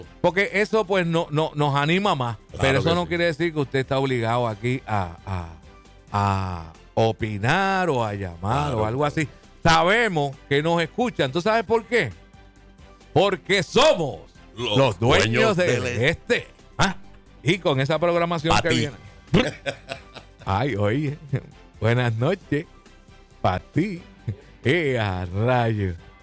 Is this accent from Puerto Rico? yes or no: yes; Puerto Rico; Porque somos boricuas.